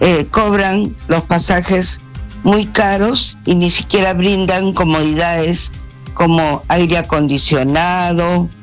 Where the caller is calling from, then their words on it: Callao, Peru; Del Carmen de la Legua Reynoso.